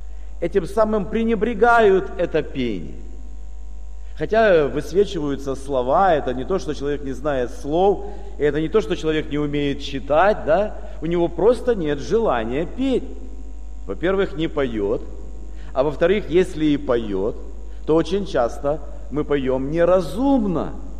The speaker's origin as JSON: {"language": "Russian", "region": "Kyiv", "country": "Ukraine", "said": "Я приехал к вам из Украины, из Киева."}